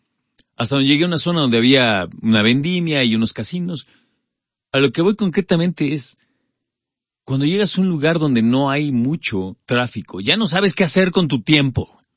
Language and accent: Spanish; Mexico City, Mexico; Yo creo que los capitalinos somos especiales